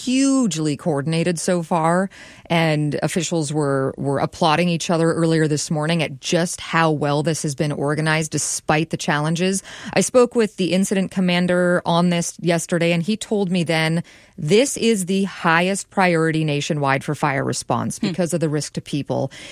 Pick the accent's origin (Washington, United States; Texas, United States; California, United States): Washington, United States; Spokane; I grew up in Spokane. We never had wildfires. We never had smoke.